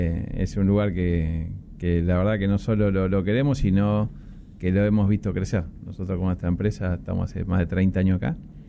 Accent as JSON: {"language": "Spanish", "town": "Mar del Plata", "region": "Buenos Aires Province", "country": "Argentina", "said": "sí, somos de Mar del Plata, somos una empresa de familia, estoy con mi hermano, con mi madre"}